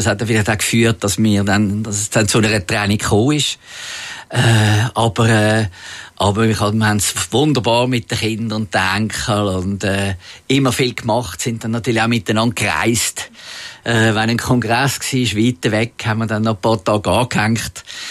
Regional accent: Zurich, Switzerland; Aber natürlich bin ich aufgewachsen in Zürich und der Zoo ist näher gewesen und ich bin sehr viel im Zoo gewesen.

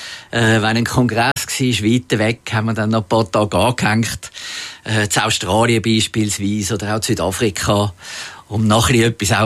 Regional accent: Zürich, Zurich, Switzerland; Aber natürlich bin ich aufgewachsen in Zürich und der Zoo war näher und ich war sehr viel im Zoo gewesen.

